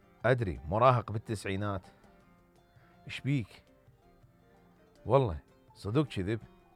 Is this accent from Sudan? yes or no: no; Iraq; وجاليتنا العراقية في كل أنحاء العالم.